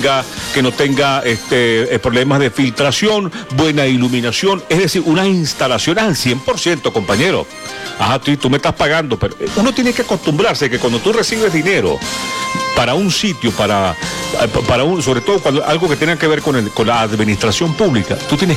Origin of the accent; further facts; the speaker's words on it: Mérida, Venezuela; Yo soy merideño, soy venezolano